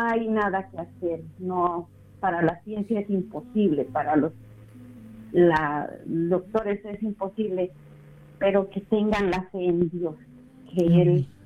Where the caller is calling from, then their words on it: Harlingen, Texas, United States; de Harlingen, Texas, y escucho por la aplicación.